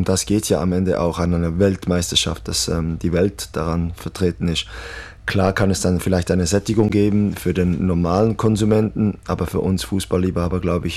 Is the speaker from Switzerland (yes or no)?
yes; Switzerland; Natürlich aber auch schlägt mein Herz für die Schweiz, wo ich groß geworden bin.